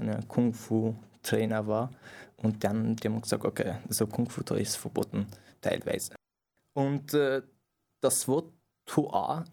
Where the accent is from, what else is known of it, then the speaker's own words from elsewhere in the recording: Afghanistan; also born or lived in Iran; now in Austria; Da, wenn ich sage, okay, ich komme ursprünglich aus Afghanistan, ich fühle mich dabei ein bisschen noch so wohl, als ich im Iran